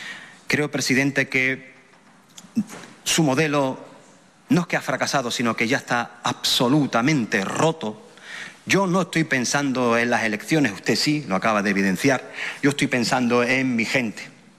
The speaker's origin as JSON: {"language": "Spanish", "region": "Ceuta", "country": "Spain", "tie": "born there"}